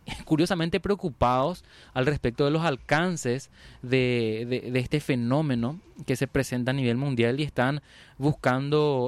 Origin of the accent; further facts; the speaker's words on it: Paraguay; ¿cómo somos nosotros los paraguayos?